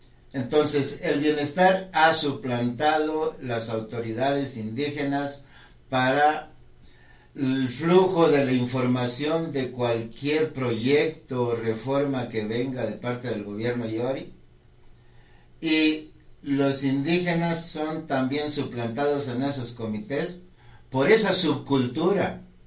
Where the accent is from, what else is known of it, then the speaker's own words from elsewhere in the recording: Mayo region, Mexico; first language Mayo; Spanish is a second language; nuestra lengua madre, que es el idioma mayo.